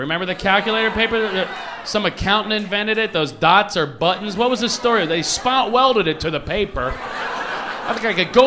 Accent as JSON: {"language": "English", "town": "Philadelphia", "region": "Pennsylvania", "country": "United States", "tie": "born or raised there", "said": "I grew up in Philadelphia. That's a tough neighborhood."}